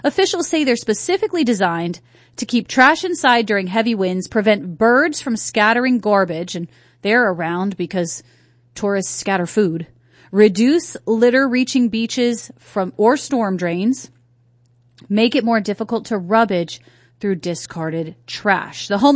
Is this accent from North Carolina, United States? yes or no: yes; North Carolina, United States; accent: southern; now in Oahu, United States; I was from North Carolina